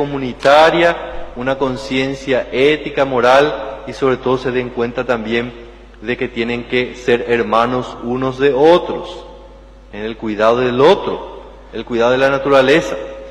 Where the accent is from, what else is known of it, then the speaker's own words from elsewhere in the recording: Paraguay; como era nuestra característica como pueblo paraguayo.